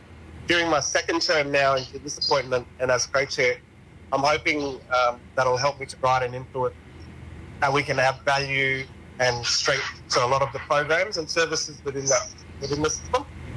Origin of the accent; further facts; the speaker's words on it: Port Hedland, Western Australia, Australia; born there; also born or lived in East Pilbara; I'm a Bunjuma man from the Silver, but I was born on Barada Country in Headland.